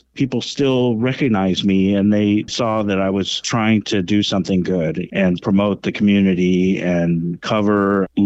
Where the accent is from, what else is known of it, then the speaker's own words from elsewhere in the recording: Lahaina, Hawaii, United States; moved away; I grew up in Lahaina, and my father owned MCTV Channel 7.